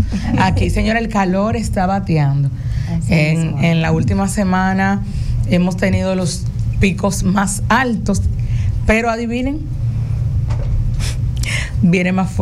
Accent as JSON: {"language": "Spanish", "country": "Dominican Republic", "said": "como somos los dominicanos y las dominicanas"}